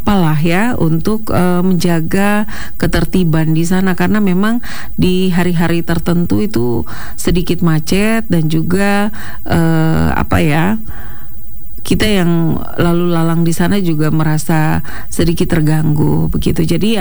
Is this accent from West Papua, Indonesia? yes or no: yes; Fakfak, West Papua, Indonesia; kita warga Kota Fak-Fak